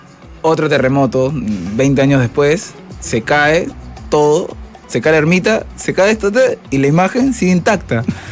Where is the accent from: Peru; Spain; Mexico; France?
Peru; lo que nosotros somos como... como peruanos